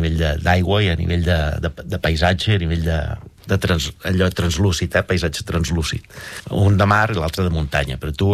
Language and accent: Catalan; Badalona, Catalonia, Spain; also born or lived in Barcelona; Em vaig criar a Badalona, en el centre de Badalona.